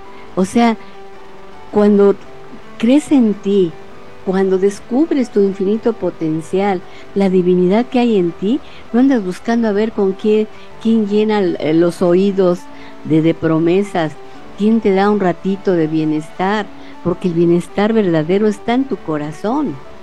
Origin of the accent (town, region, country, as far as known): Mexico